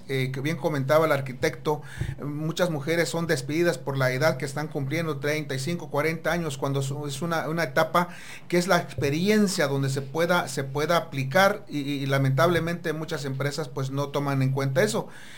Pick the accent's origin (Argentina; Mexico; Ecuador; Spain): Mexico; y obviamente como mexicanos de aquí